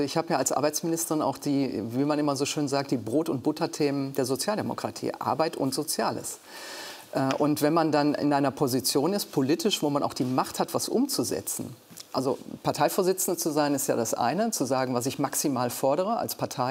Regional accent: Duisburg, North Rhine-Westphalia, Germany; now in Berlin, Germany; Also ich bin auch gerne in meiner Heimat, wenn die Zeit es erlaubt. Ich bin natürlich jetzt viel mehr in Berlin eingebunden. Mhm. Aber trotzdem bin ich immer wieder gerne in Duisburg.

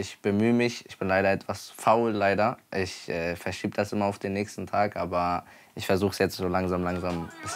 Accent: Bremen, Germany; 17 Jahre alt, ich bin in Bremen geboren und aufgewachsen.

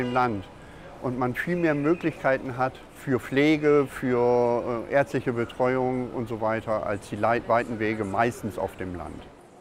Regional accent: Osnabrück, Lower Saxony, Germany; Ich komme aus Osnabrück.

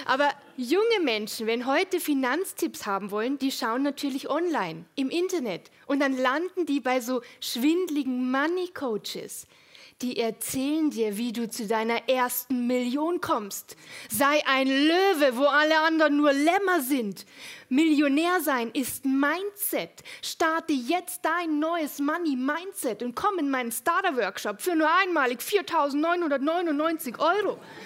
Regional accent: Munich, Bavaria, Germany; Ja, hallo Berlin. Ich freue mich sehr, dass ich heute da sein darf. Ich komme aus München.

